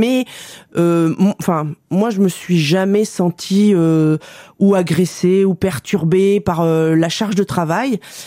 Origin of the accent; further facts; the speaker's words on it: Nouvelle-Aquitaine, France; j'ai grandi en Charente, dans un petit village aux confins de la Charente-Limousine, Dordogne